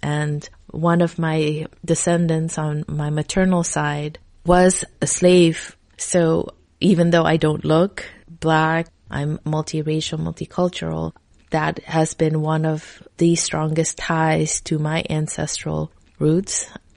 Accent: Suriname; I'm from Suriname. It's a country right above Brazil that not many people have heard of.

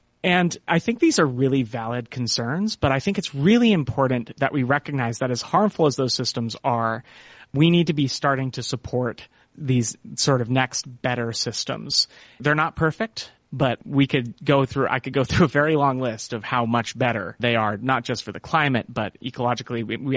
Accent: California, United States; We have the California Air Resources Board back in my home state

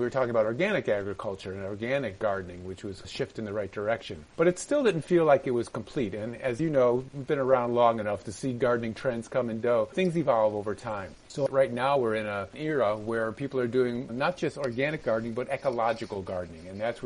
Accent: Connecticut, United States; So as you said, I grew up in Connecticut with my Italian grandparents' farm in our backyard.

